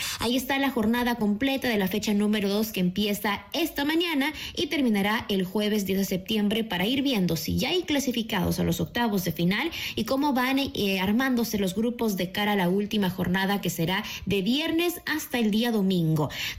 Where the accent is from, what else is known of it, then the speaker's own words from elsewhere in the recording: Ecuador; gracias por esta emoción como ecuatorianos, porque toda la gente estaba orgullosa